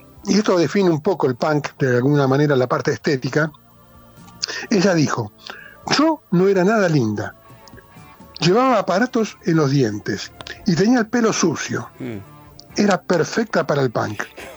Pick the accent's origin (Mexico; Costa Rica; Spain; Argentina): Argentina